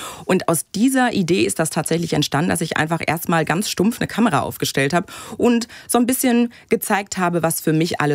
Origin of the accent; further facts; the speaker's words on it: Bochum, North Rhine-Westphalia, Germany; born there; Ich komme gebürtig aus Bochum, richtig.